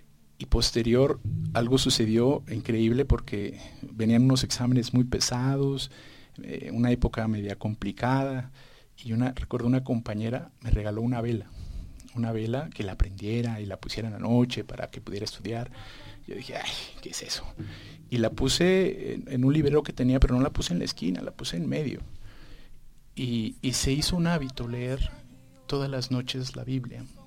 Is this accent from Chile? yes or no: no; Mexico; como ya lo saben, soy mexicano. Yo vengo de una familia muy tradicional, pero cuando digo tradicional es porque toda mi familia ha sido católica, porque mis papás son católicos, porque mis abuelos son católicos